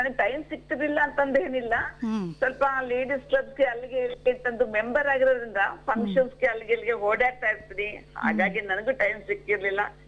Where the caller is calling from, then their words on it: Chitradurga, Karnataka, India; ಚಿತ್ರದುರ್ಗದಿಂದ.